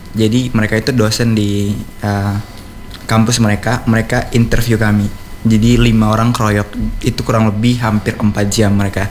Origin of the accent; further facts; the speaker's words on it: Kupang, East Nusa Tenggara, Indonesia; Dari Kupang asli.